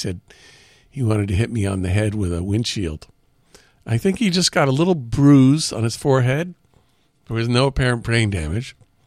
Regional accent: Woodstock, New York, United States; I grew up in Woodstock. And we're driving up Vandell Road where I grew up.

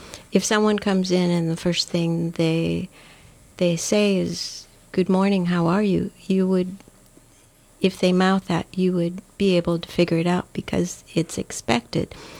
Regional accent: England, United Kingdom; moved away; also born or lived in Ohio, United States; I didn't come into this world at this age. Made in England, born in Ohio, moved to England when I was a child, lived there for

